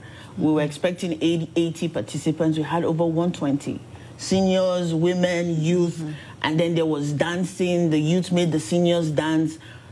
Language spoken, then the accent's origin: English; Nigeria; born there; Okay, so I was born in Nigeria